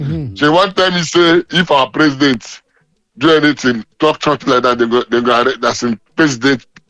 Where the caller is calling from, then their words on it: Lagos, Nigeria; I'm calling from Lagos